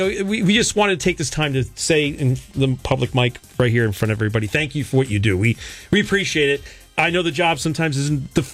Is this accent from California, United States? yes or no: no; Paterson, New Jersey, United States; I came from Paterson, New Jersey. south of here